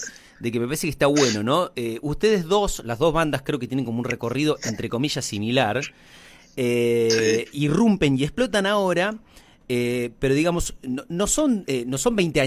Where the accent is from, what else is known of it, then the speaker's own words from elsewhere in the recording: Misiones, Argentina; now in Córdoba, Argentina; yo soy de Misiones, de la otra punta. Y vivo en Córdoba hace como 20 años.